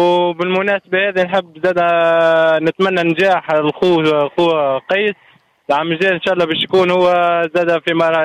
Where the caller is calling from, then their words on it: Teboulba, Monastir Governorate, Tunisia; من معتمدية طبلبة.